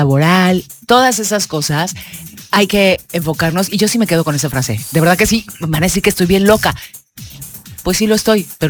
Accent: Mexico; somos mexicanos

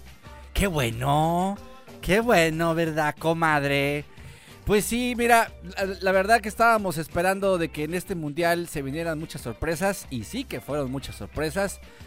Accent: Mexico; todos los mexicanos somos noruegos.

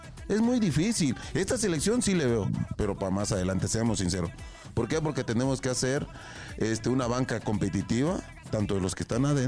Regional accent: Mexico

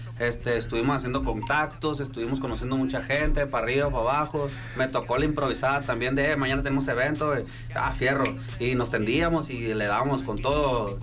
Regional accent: Hermosillo, Sonora, Mexico; Soy aquí de Hermosillo.

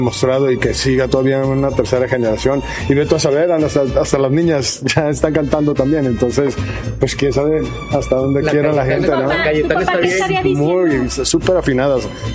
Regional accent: Jalisco, Mexico; Y pues espectacular, muy agradecido con mi tierra, con Jalisco, siempre

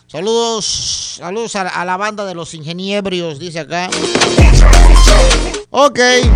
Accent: Mexico; soy mexicano

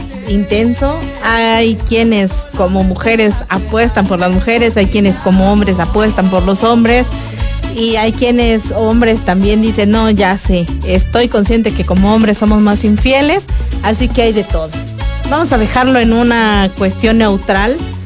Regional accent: Mexico; Soy bien mexicana, México está conmigo.

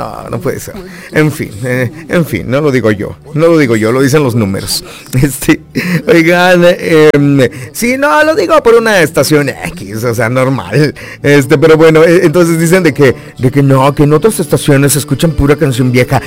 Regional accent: Mexico; como latinos, como mexicanos, pues sí le entendemos.

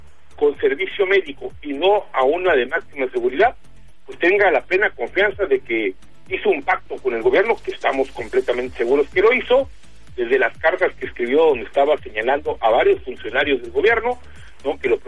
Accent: Mexico; nosotros como mexicanos que no sabemos cómo lo detuvieron y cómo fue el operativo

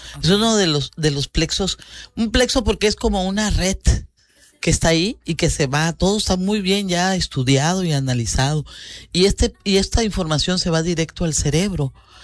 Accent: Mapastepec, Chiapas, Mexico; Aquí tenemos una tranquilidad en Mapastepec, por eso a mí me gusta mucho mi pueblo. Aquí tenemos patios grandes, podemos sembrar plantas, podemos tener animales, podemos recibir a las personas de nuestra casa. O sea, todavía tenemos una ciudad, pero es un pueblo.

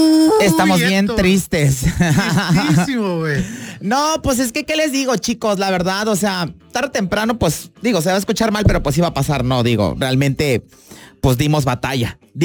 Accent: Mexico; orgullosos de ser mexicanos

